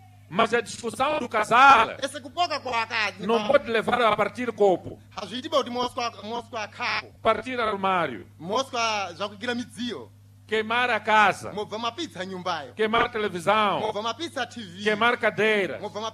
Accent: Mozambique

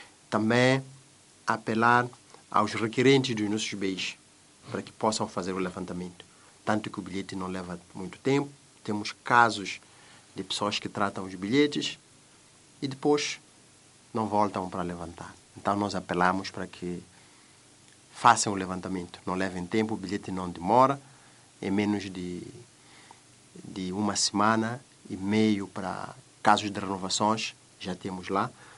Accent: Mozambique; nós somos moçambicanos.

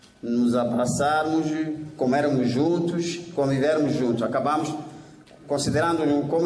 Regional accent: Mozambique; Nós próprios, como moçambicanos

